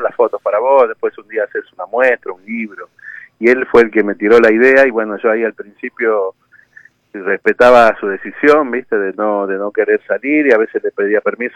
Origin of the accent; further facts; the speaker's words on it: San Miguel de Tucumán, Tucumán, Argentina; yo, como bien lo dijiste, nací acá en Tucumán, en una ciudad difícil, en un barrio difícil, Villa 9 de Julio, ¿viste? Era funcionaba un frigorífico, el matadero